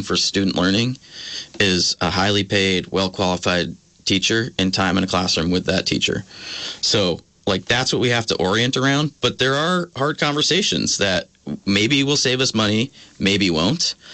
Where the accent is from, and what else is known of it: Essex Junction, Vermont, United States; born or raised there